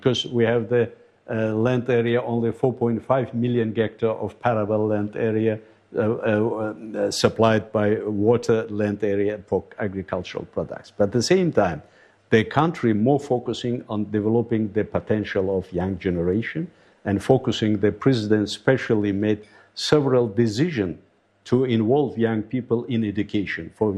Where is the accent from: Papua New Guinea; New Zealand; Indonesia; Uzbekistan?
Uzbekistan